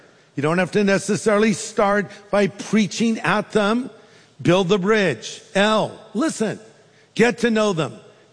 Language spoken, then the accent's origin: English; California, United States; I'm from California.